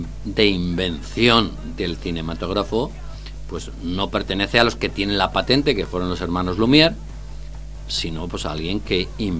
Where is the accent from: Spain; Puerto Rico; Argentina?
Spain